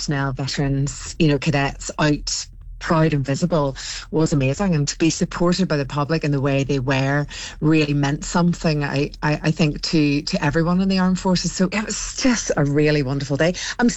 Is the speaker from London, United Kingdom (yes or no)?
no; Northern Ireland, United Kingdom; born or raised there